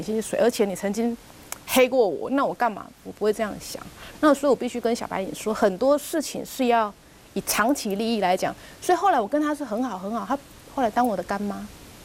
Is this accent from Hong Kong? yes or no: no; Taiwan; moved away as an adult; 尤其我自己也是土生土长的台湾人